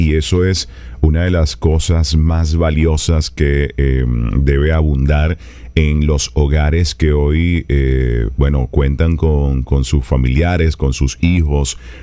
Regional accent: Venezuela; como venezolanos que somos

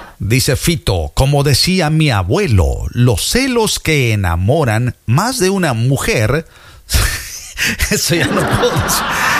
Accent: Veracruz, Mexico; accent: jarocho; Yo soy veracruzano, hablo jarocho.

